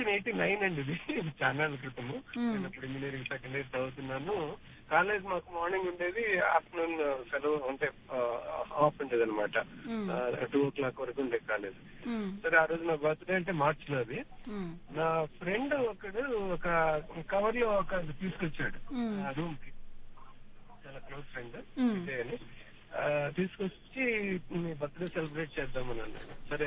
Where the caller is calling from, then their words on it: Hyderabad, Telangana, India; నేను హైదరాబాద్ నుంచి మాట్లాడుతున్నాను.